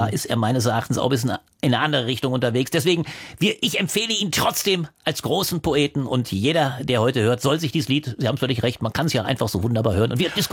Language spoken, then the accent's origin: German; Germany; Und als Deutscher, meine ich, ist man nochmal dazu gehalten, zurückgehalten zu sein.